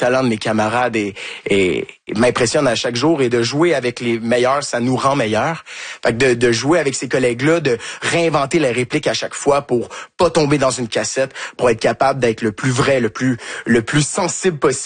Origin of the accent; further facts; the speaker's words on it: Quebec, Canada; Et du fait qu'on est québécois aussi, ça aide. On est dans le sud de la France, c'est un accent qu'ils sont pas habitués d'entendre.